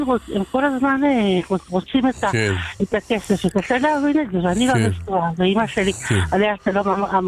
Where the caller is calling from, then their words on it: Jerusalem, Jerusalem District, Israel; בירושלים.